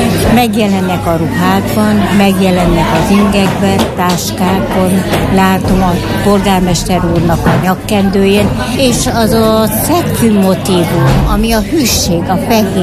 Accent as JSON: {"language": "Hungarian", "town": "Debrecen", "region": "Hajdú-Bihar", "country": "Hungary", "said": "Debrecenből jöttem a Bocskai kertbe, hogy megtekintsem ezt a szép kiállítást"}